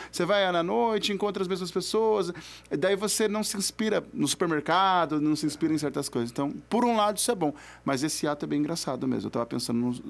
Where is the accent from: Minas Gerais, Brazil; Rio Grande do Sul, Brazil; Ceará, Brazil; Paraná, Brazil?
Paraná, Brazil; Maringá; A gente no Paraná, a gente é de Maringá